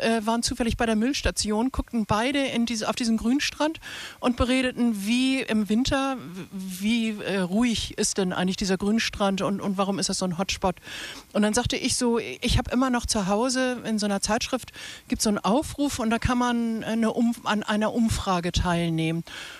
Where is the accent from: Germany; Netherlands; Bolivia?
Germany; Hamburg; born there; now in Travemünde, Germany; bin Neubürger in Travemünde gewesen. Bin eigentlich eine geborene Hamburgerin, wie das so, wenn du die Hamburger in Travemünde rausnimmst, dann ist der halbe Ort leer. Also ich gehöre zu denen, die auch umgesiedelt sind.